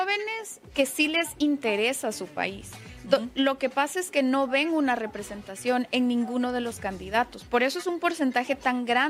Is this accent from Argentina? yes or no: no; Ecuador; moved away; also born or lived in Mexico; yo soy de Ecuador y... Viví un tiempo en México donde tuve mi mayor exposición política